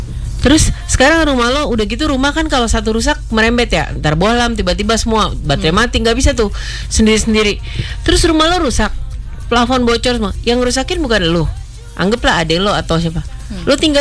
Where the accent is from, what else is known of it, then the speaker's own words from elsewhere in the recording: Germany; now in Indonesia; Kan gue lahir besar di Jerman dengan Pak Habibie dan segala macam.